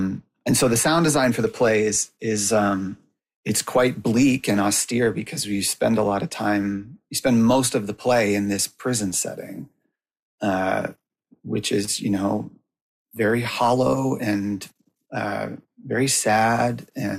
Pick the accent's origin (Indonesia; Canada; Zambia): Canada; Woodstock, New Brunswick; now in New York, United States; as a person who grew up in, you know, Woodstock